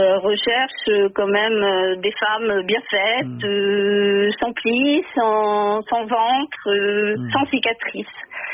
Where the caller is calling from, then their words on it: Île-de-France, France; Je l'appelle de région parisienne.